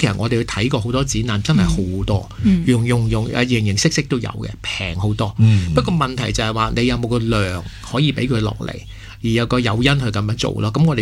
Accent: Hong Kong; 我哋港人北上咁劲

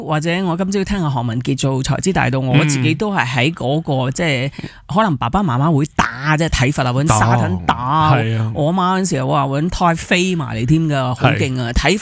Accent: China; 即系我哋中国人嗰啲传统嘅父母都系好即系好严谨啊

